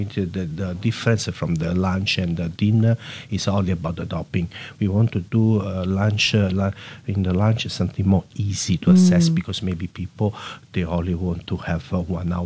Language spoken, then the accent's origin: English; Naples, Campania, Italy; born there; English is a second language; moved away; my hometown